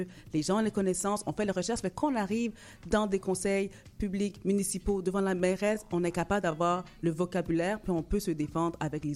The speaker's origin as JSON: {"language": "French", "region": "Quebec", "country": "Canada", "said": "nos enjeux, on est des Québécois ici, deviennent des enjeux de société."}